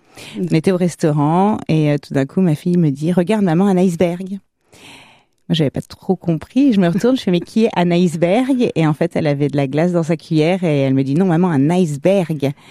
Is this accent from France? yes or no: yes; Versailles, Île-de-France, France; also born or lived in Liverpool; J'ai grandi à Versailles.